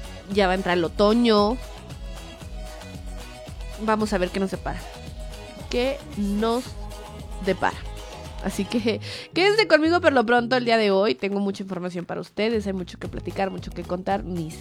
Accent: Mexico; ya todos somos muy mexas

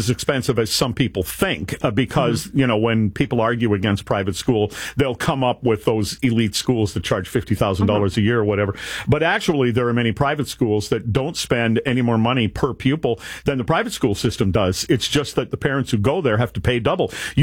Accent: Canada; Well, maybe, but I'm a Canadian.

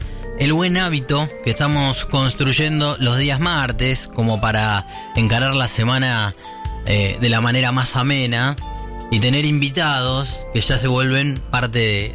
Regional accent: Argentina; estamos particularmente en un país como Argentina

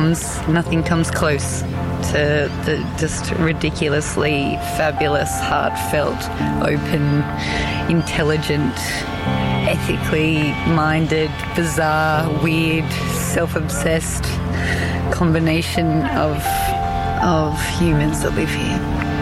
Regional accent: Sydney, New South Wales, Australia; now in Alice Springs, Australia; I grew up in Sydney, but I definitely feel that I belong here more than where I came from.

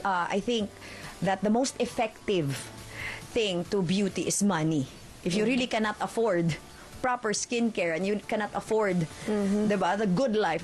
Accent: Butuan, Caraga, Philippines; also born or lived in Cebu; di ako taga Davao. Okay. From Butuan City po ako, pinanganak ako sa Cebu, lumipat at lumaki sa Butuan City

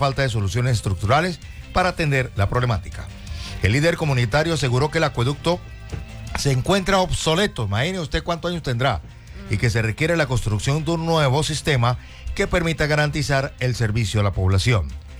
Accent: Santander, Colombia; Y en particular me siento satisfecho como santandereano, Alejandra, porque no teníamos hace casi 30 años una marca propia.

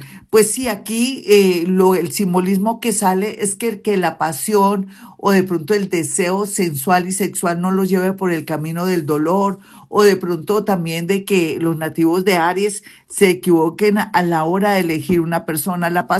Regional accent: Colombia; pero somos colombianos y manejamos magia.

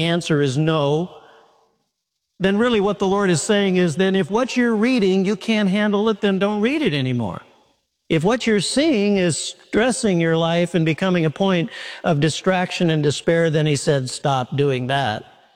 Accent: Minneapolis, Minnesota, United States; I remember when I was growing up in Minneapolis, my mom and dad will remember, I used to go to the farm in Winthrop, Minnesota, 60 miles from Minneapolis.

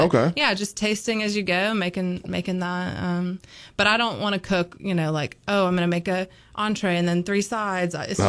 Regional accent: Birmingham, Alabama, United States; I grew up in Birmingham, and my grandma's from a really small town called Grove Hill

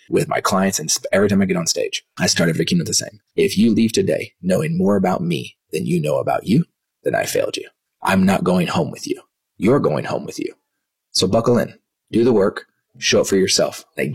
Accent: Dallas, Texas, United States; also born or lived in Kansas; So I was born in 1983. I was born in Kansas, only lived there for about a week. Came back to Dallas

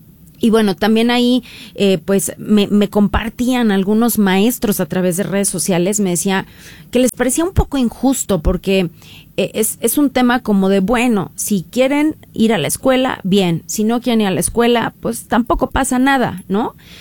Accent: Mexico

